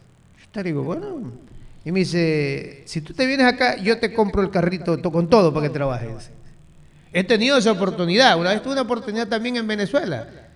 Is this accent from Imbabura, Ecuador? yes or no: no; Manta, Manabí, Ecuador; also born or lived in Guayaquil; yo no nací ahí, yo nací en Guayaquil. Y por cosas del destino y porque Dios así lo quiso, desde el primer año de edad creo que ya vivo aquí en Manta. O sea, tengo 50 y voy a cumplir 54 años viviendo en Manta.